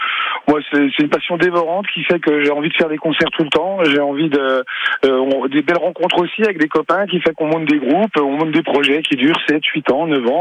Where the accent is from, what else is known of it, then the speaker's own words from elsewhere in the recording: Belfort, Bourgogne-Franche-Comté, France; Belfort, moi je suis jeune de Belfort du coup, c'est une ville qui bouge beaucoup au niveau musique